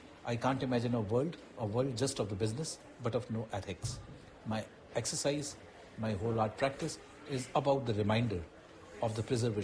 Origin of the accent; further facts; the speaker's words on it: India; I'm an artist from India. I live in Delhi